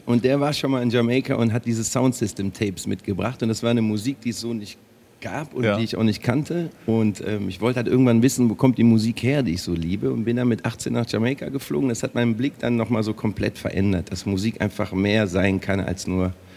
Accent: Cologne, North Rhine-Westphalia, Germany; ich bin eine Kölsche Jung.

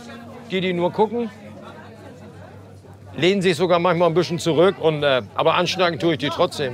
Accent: Hamburg, Germany; born there; Okay, ich bin Hamburger mit ganzem Herzen. Ich bin geborener Hamburger und ich liebe diese Stadt.

